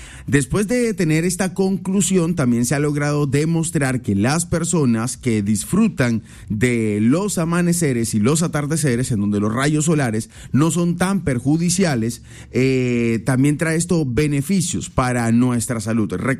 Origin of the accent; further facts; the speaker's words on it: Valledupar, Cesar, Colombia; O sea, yo por defender sinceramente mi tierra, y también se ven atardeceres muy hermosos en Valledupar